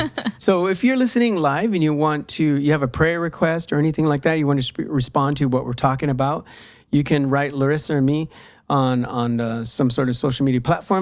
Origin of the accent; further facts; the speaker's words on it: United States; from the U.S.